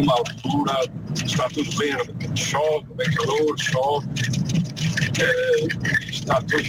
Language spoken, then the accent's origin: Portuguese; São Martinho de Mouros, Norte, Portugal; now in Germany; da Alemanha … lá na minha terra onde nasci. Portanto, eu sou de São Martinho de Mouros